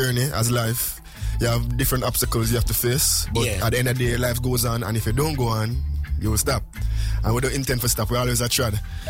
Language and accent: English; Jamaica; a young man growing up in Jamaica. As a young man growing up in the culture of reggae and dancehall music.